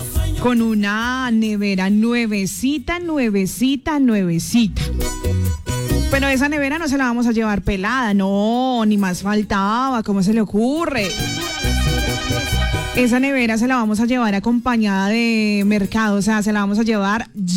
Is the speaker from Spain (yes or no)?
no; Valle del Cauca, Colombia; now in Pereira, Colombia; desde Cali, desde mi valle del Cauca, mi tierra natal.